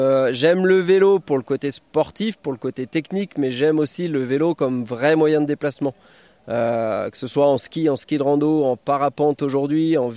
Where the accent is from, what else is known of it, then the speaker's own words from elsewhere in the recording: Morzine, Auvergne-Rhône-Alpes, France; Moi, je suis né à Morzine